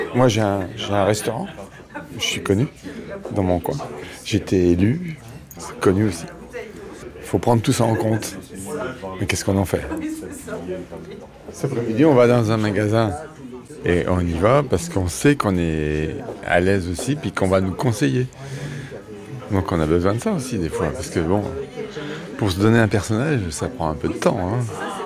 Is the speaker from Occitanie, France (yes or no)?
no; Pays de la Loire, France; Moi, je suis de Vendée.